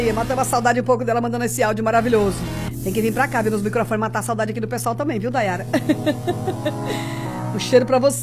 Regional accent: Londrina, Paraná, Brazil; Eu sou de Londrina, Paraná.

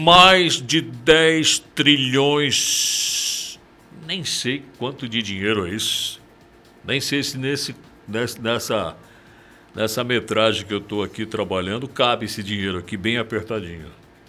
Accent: Brazil; somos brasileiros

